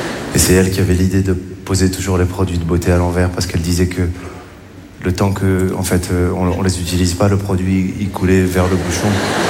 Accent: Morocco

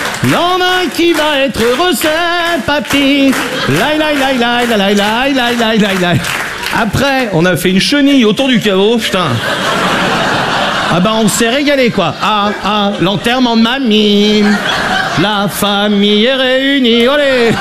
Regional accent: Brittany, France; je suis breton, j'ai 20 ans.

